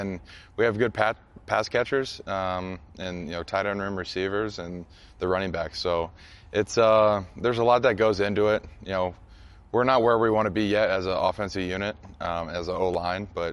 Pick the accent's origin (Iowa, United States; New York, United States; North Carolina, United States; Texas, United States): Iowa, United States; just how I grew up in the Midwest, Iowa's a special place, and just how I was born and raised.